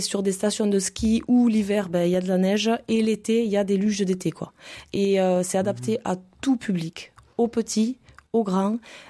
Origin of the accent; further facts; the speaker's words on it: Castans, Occitanie, France; now in Les Martys, France; Moi, mon village natal, c'est Castan. Et j'aime beaucoup ce village. Il est tout petit, mais il est ultra dynamique. Et j'ai déménagé parce que mon mari a l'exploitation agricole sur les Martis.